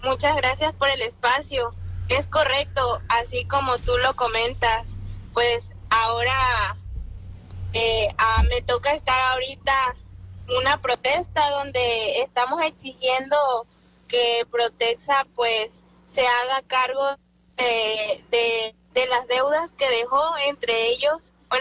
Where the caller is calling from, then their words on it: Paraíso, Tabasco, Mexico; Ahorita soy la única de Tabasco, de Paraíso, que está de este lado buscando el mismo propósito